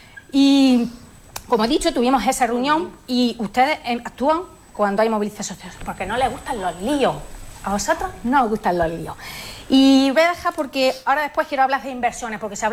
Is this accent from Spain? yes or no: yes; Jódar, Andalusia, Spain; en pueblos de Sierra Mágina, como Jodas, yo vengo de Jodas